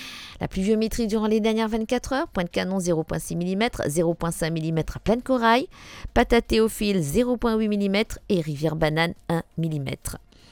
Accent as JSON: {"language": "French", "country": "Mauritius"}